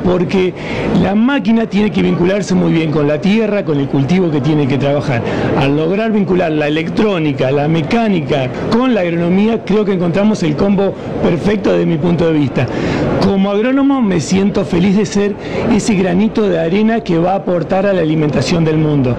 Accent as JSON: {"language": "Spanish", "town": "Estancia Grande", "region": "Entre Ríos", "country": "Argentina", "tie": "born or raised there", "said": "yo nací en un pueblito que se llama Estancia Grande, cerca de Concordia, eso está al noreste de Entre Ríos. Vengo de una familia ganadera, mis padres producen ganado."}